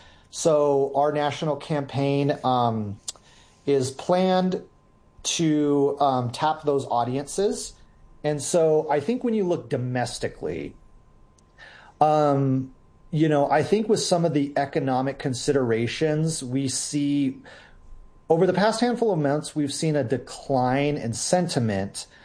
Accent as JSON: {"language": "English", "town": "Albuquerque", "region": "New Mexico", "country": "United States", "tie": "born or raised there", "also_born_or_lived": "Nebraska / Las Vegas, Nevada / Las Cruces", "said": "I've had the luxury of spending most of my life in New Mexico. I was born and raised in Albuquerque. You know, I was a son of a military family, so we kind of moved around a little bit when I was a kid, spent a couple years in Nebraska, spent a couple years in Las Vegas, Nevada."}